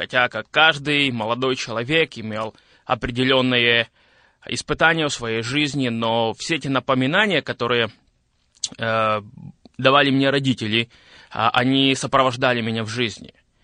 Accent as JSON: {"language": "Russian", "region": "Zakarpattia Oblast", "country": "Ukraine", "tie": "born or raised there", "moved": "as an adult", "lives_now": "Boryslav, Ukraine"}